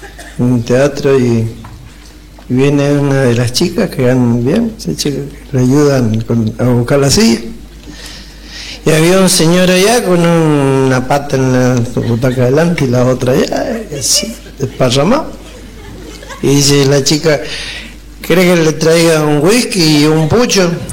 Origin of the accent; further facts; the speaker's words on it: Maipú, Mendoza, Argentina; born there; Yo soy mendocino y estoy acá a pedido de la gente de Mendoza. Yo nací en Mendoza, en Maipú.